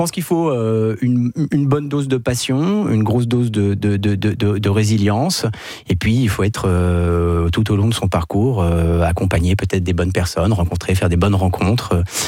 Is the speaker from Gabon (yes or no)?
no; France; parce qu'on est français